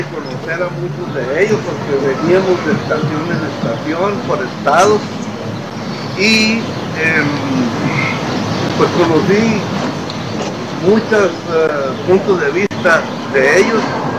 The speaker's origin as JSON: {"language": "Spanish", "country": "Mexico", "said": "Yo veo que hay que ver siempre las cosas de forma positiva y todos como mexicanos."}